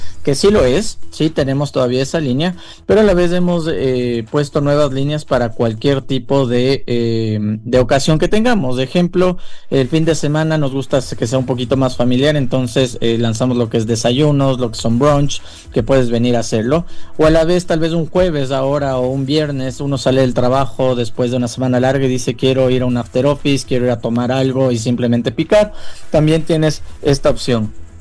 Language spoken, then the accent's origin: Spanish; Ecuador; cada una de estas cosas que nosotros como ecuatorianos nos gusta.